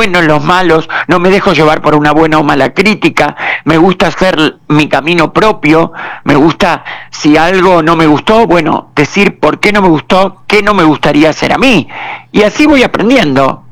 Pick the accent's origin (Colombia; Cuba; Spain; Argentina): Argentina; Santa Fe; moved away as an adult; now in Paraná, Argentina; de estos 39 años, 24 son acá en Paraná, pero también hay otro tanto que yo hice en mi ciudad natal, que fue Santa Fe.